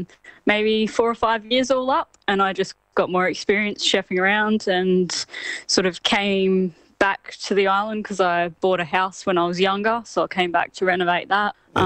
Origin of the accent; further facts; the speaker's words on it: Kingscote, South Australia, Australia; Yeah, it was a good life. I mean, we're on the farm, so we just grew up feeding chickens, the pigs, just doing farm stuff, riding our bike in acres and acres of fields.